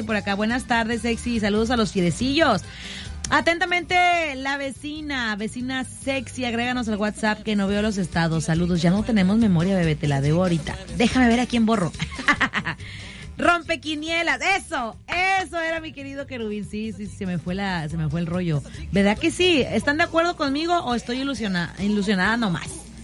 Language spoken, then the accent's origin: Spanish; Mexico; todos somos mexicanos